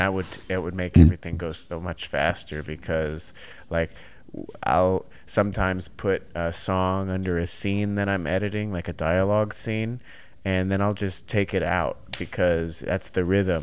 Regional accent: Scottsdale, Arizona, United States; now in New York, United States; I grew up in Scottsdale.

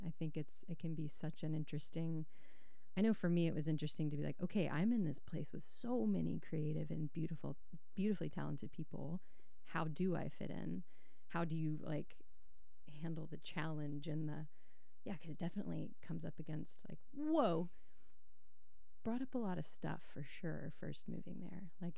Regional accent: Florida, United States; moved away as an adult; now in Nashville, United States; I am from Florida originally. I left Florida when I was about 18, landed in Nashville, I don't know, maybe like 7 years later

